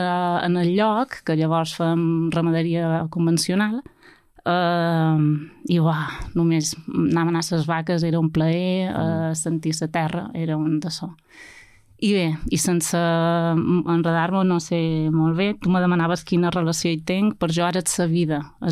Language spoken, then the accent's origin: Catalan; Mallorca, Balearic Islands, Spain; born there; moved away as an adult; also born or lived in Barcelona / Italy; now in Menorca, Spain; Som nascuda a Mallorca, filla de menorquins, que van anar a Mallorca fa molts d'anys, i vaig estudiar, vaig viure a Barcelona, vaig viure a Itàlia